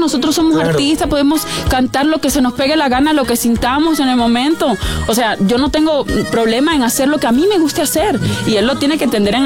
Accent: Cuba; born there; Y yo nací en Cuba, soy cubano.

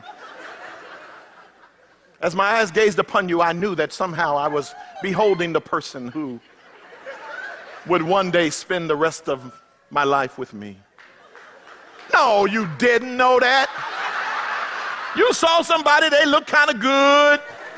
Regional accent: Philadelphia, Pennsylvania, United States; born or raised there; now in California, United States

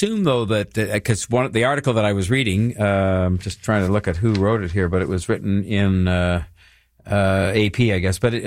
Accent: Canada; I, as a Canadian watching him

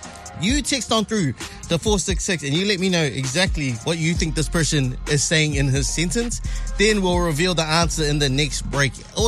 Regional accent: Auckland, New Zealand; we're from South Auckland

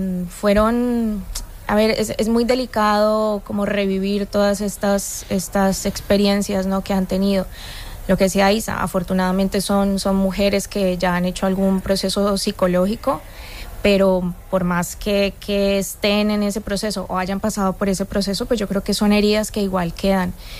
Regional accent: Colombia; Sí, soy colombiana, pero no tengo, o sea, no tengo historias cercanas.

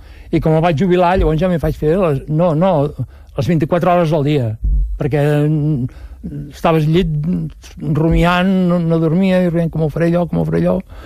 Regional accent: Mas Rampinyo, Catalonia, Spain; perquè soc de Mar Rampinyo, si ho entès, Montcada Reixac, entre Montcada Reixac i la Llagosta hi ha Mar Rampinyo.

